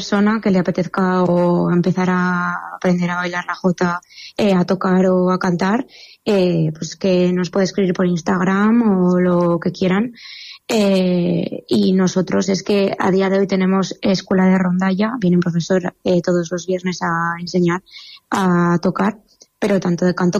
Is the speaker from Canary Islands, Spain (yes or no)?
no; Calatayud, Aragon, Spain; siempre que salimos fuera de Aragón o a otro sitio de la comunidad de Calatayud, aunque sea cerquita, siempre llevamos a Calatayud por todo lo alto, intentamos que siempre se vea que somos de Calatayud y que todo lo que hacemos es por la ciudad.